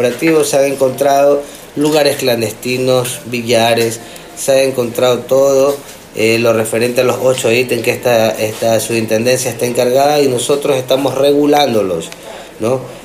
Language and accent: Spanish; Quevedo, Los Ríos, Ecuador; mi ciudad Quevedo, que me ha visto crecer, me ha visto nacer